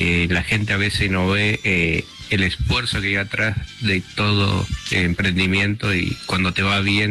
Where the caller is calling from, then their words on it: Mina Clavero, Córdoba, Argentina; de Mina Clavero.